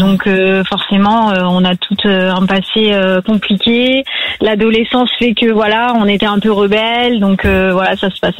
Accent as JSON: {"language": "French", "town": "Nantes", "region": "Pays de la Loire", "country": "France", "lives_now": "Montpellier, France", "said": "Alors, je suis nantaise de base et j'habite à Montpellier depuis 12 ans."}